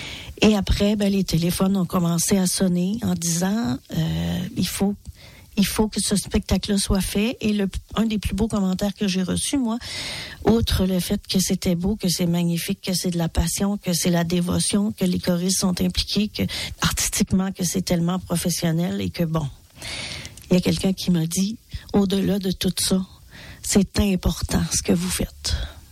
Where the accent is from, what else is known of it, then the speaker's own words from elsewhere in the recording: Quebec, Canada; on va ramasser nos grammans, comme on dit chez nous au Québec